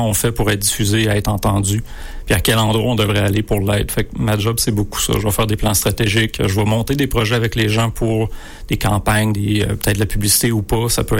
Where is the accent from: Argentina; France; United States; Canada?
Canada; Quebec; also born or lived in Rimouski / Sept-Îles / Matane; je suis né à Rimouski, mais je suis resté quelques mois. Après, ça a été Sept-Îles, après Matane, après Québec, après Sainte-Foy dans Québec. Je me promenais un peu partout dans la province, sauf en Gaspésie, étonnamment.